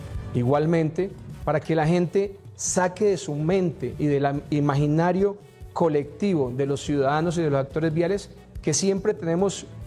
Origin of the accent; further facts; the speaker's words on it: Colombia; Nosotros, como colombianos, utilizamos no solo en la vía, sino en diferentes acciones y compromisos o responsabilidades que tenemos